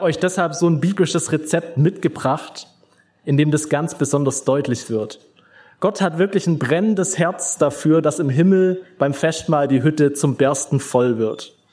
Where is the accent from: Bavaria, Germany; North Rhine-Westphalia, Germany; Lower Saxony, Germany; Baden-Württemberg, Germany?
Baden-Württemberg, Germany; Tuttlingen; In Tübingen auf WG-Partys oder da in Tuttlingen, wo ich herkomme, wenn ich da erzählt habe, ich studiere Theologie